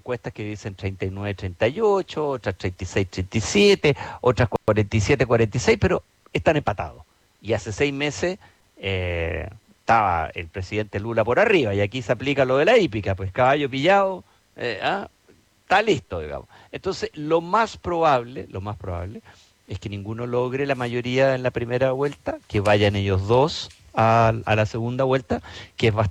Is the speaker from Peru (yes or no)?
no; Chile